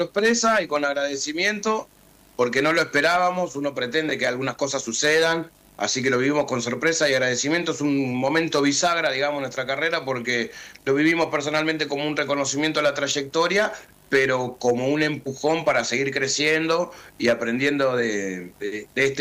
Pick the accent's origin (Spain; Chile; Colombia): Colombia; Como te dije, vinimos de Colombia, estamos proyectando México, pero lo más importante para nosotros es que la gente de nuestro país tenga la oportunidad de ver el show en vivo.